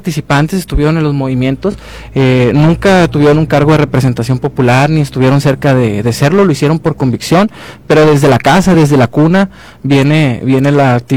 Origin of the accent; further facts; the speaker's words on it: Culiacán, Sinaloa, Mexico; Soy de aquí, de Culiacán, uh-huh. de ahí del Soli, de la colonia Infonavit Solidaridad. Okay. Ahí me crié, ahí crecí en el Soli y en el Umaya.